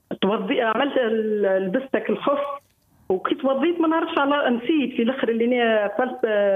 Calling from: Ben Arous, Tunisia

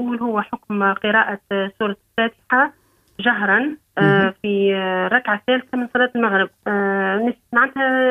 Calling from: Kairouan, Kairouan Governorate, Tunisia; من القيروان.

